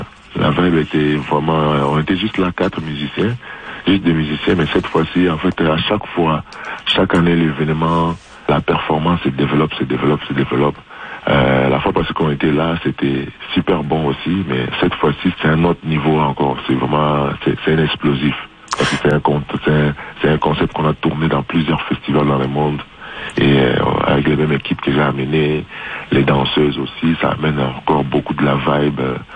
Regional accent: Canada; surtout parce que j'habite au Canada, je suis canadien.

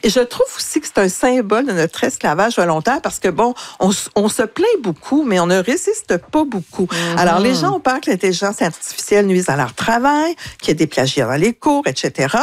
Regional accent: Quebec, Canada; Alors donc, en tant que Québécois, ça devrait pas m'intéresser la piscine.

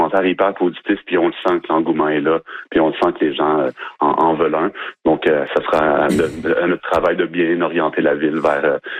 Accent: Trois-Rivières, Quebec, Canada; On le sait qu'à Trois-Rivières, moi, je suis natif de Trois-Rivières, là, je sais que c'est un sujet qui revient souvent.

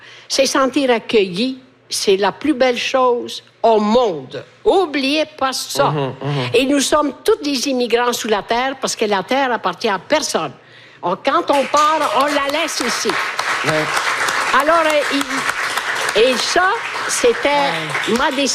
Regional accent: Italy

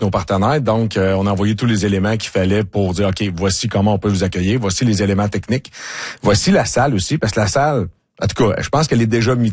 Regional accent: Saint-Alexis-des-Monts, Quebec, Canada; Je viens de Saint-Alexis-des-Monts.

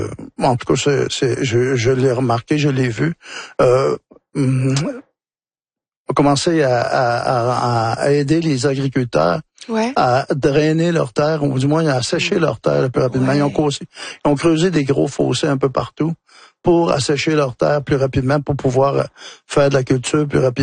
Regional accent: Wôlinak, Quebec, Canada; Chez nous, à Wallinac, la langue avait été éteinte.

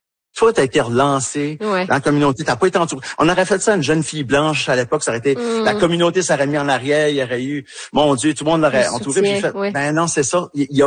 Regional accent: New Brunswick, Canada; Puis moi aussi, en tant qu'Acadien, fier Acadien, tu sais, j'ai même été vice-président de la Société de l'Acadie du Nouveau-Brunswick.

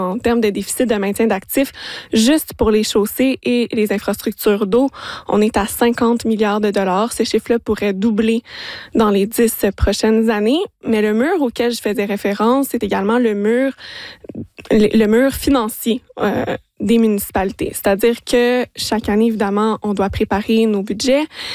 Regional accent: Longueuil, Quebec, Canada; chez nous à Longueuil

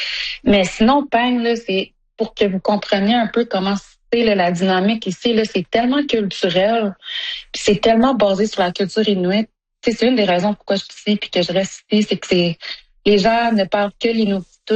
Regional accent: Sept-Îles, Quebec, Canada; born or raised there; moved away as an adult; now in Iqaluit, Canada

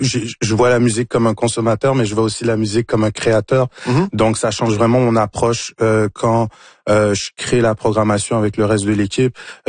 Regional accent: Montreal, Quebec, Canada; Moi j'ai grandi à Montréal, je suis né à Montréal

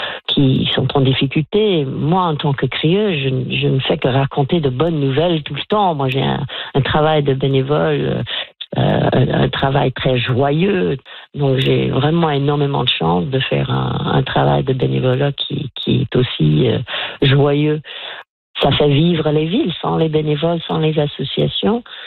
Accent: Nova Scotia, Canada; born there; now in Annapolis Royal, Canada

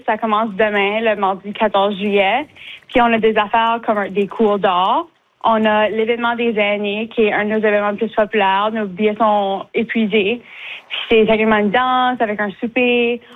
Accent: Bathurst, New Brunswick, Canada; je suis née à Bathurst, j'ai grandi ici, fait toute ma vie

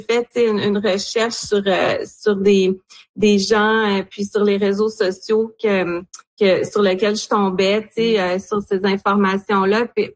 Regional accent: Baie-Comeau, Quebec, Canada; moved away as an adult; also born or lived in Sherbrooke, Quebec; now in London, Canada; je suis originaire de la Côte-Nord, de Baie-Comeau sur la Côte-Nord, mais j'ai étudié à l'Université de Sherbrooke et mes parents ont habité longtemps dans les cantons de l'Est. Ma mère est toujours à Sherbrooke.

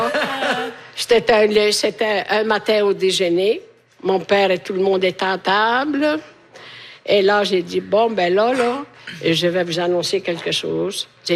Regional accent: Italy; French is a second language; now in France; Chez nous, en Italie, il fait chaud.

